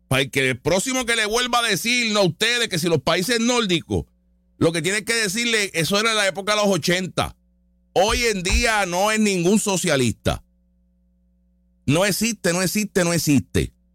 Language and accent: Spanish; Puerto Rico; Yo soy puertorriqueño americano, moderno, de ahora.